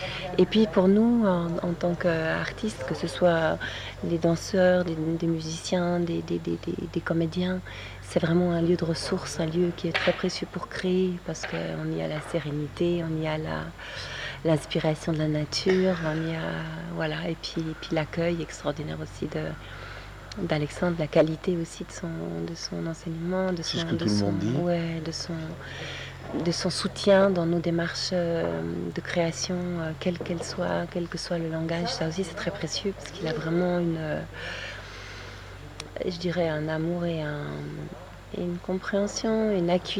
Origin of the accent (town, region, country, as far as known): Geneva, Switzerland; born or raised there